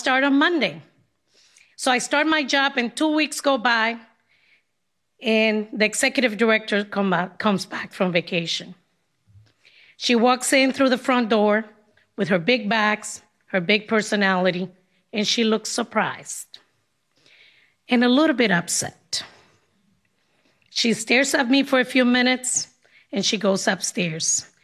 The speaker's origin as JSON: {"language": "English", "country": "Dominican Republic", "moved": "yes", "lives_now": "Boston, United States", "said": "I come to Boston from Dominican Republic with one suitcase. My suitcase was full of books and many dreams. It was a very heavy suitcase. When Dominicans emigrate to the United States, we give away all our clothes and our belongings."}